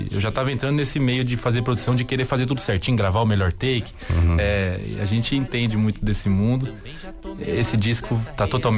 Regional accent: Amazon, Brazil; mistura de ser skatista, de ser pintor, de ser do interior da Amazônia, de viver aqui, de trabalhar como um artista, viver disso.

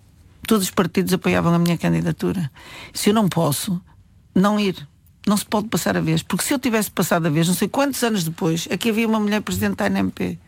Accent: Matosinhos, Norte, Portugal; born there; Eu nasci em Matosinhos, isto é um bocado assim provinciano, mas eu sou de Matosinhos

